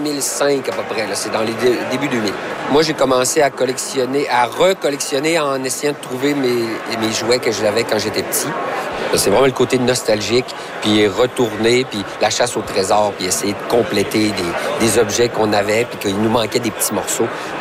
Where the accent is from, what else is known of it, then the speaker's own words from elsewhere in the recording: Chicoutimi, Quebec, Canada; now in Saint-Raymond-de-Portneuf, Canada; Je suis originaire de Chicoutimi, au Saguenay-Lac-Saint-Jean. Je reste entre Québec et Trois-Rivières à Saint-Raymond-de-Portneuf.